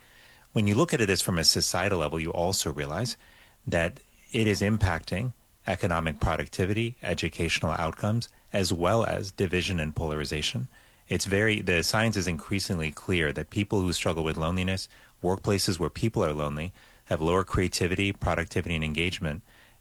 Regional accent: Miami, Florida, United States; It's good to be with you and with my hometown radio station.

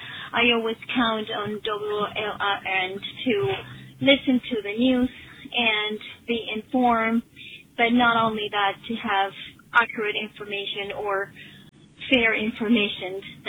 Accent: Wellington, Florida, United States; also born or lived in California / Alabama; I'm from Wellington, Florida. I always been NPR are listeners, living in California and then living in Alabama and now living in Florida

